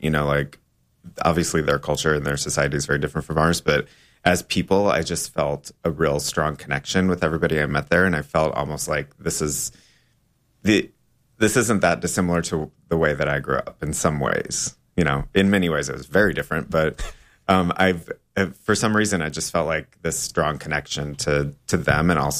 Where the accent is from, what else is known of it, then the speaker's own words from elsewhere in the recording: Iowa, United States; moved away; because I grew up in Iowa